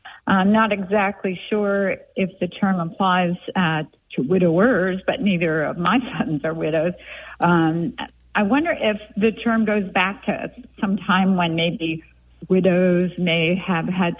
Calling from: Kilmarnock, Virginia, United States; I'm calling from Kilmarnock, Virginia.

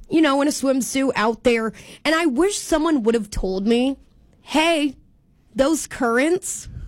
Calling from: Nebraska, United States; I'm just from Nebraska.

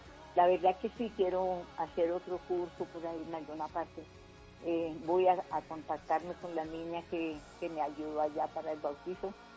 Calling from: Bogotá, Colombia; Estoy aquí en el sur de Bogotá

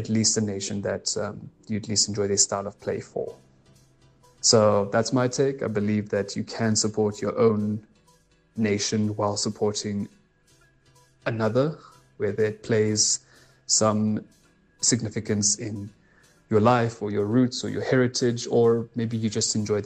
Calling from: South Africa; As a South African

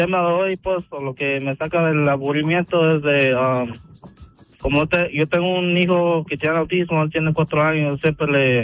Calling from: Fremont, Nebraska, United States; yo soy de Fremont para Elkhorn

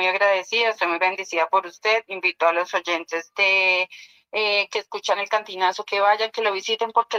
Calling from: Silvania, Cundinamarca, Colombia; Lo llamo desde Silvania, Cundinamarca.

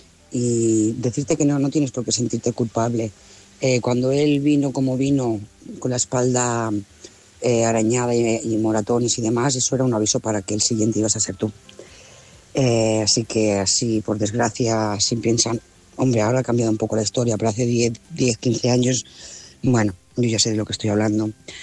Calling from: Lloret de Mar, Catalonia, Spain; Hola, buenas noches, corresponsales, audiencia … de Lloret de Mar.

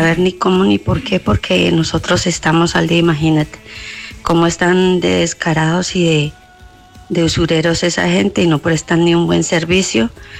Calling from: Colombia; yo vivo en el Ortigal, uh-huh. En las casas del Ortigal

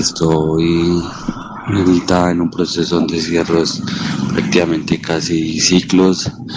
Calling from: Bogotá, Bogotá D.C., Colombia; desde Bogotá, Colombia, acá en Parte Bosa. Tengo 35 años

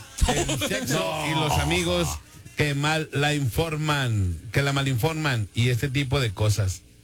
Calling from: Toronto, Ontario, Canada

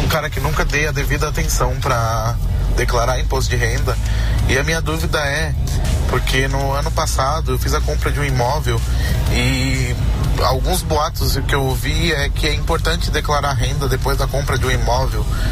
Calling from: São Paulo, Brazil; vim aqui de São Paulo, capital.

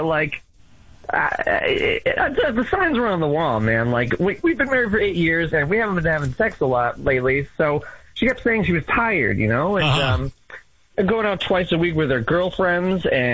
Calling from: San Jose, California, United States

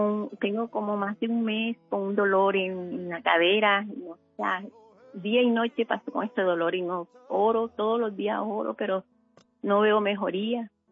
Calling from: Sincelejo, Sucre, Colombia; Aquí en Sincelejo.

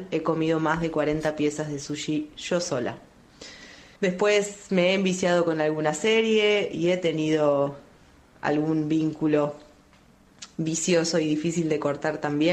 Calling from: Buenos Aires, Argentina; de Floresta.

